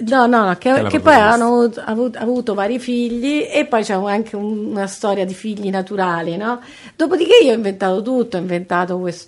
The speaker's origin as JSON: {"language": "Italian", "town": "Tripoli", "region": "Tripoli District", "country": "Libya", "said": "Che sembra chissà da dove veniamo, ma veniamo tutti dalla Hara"}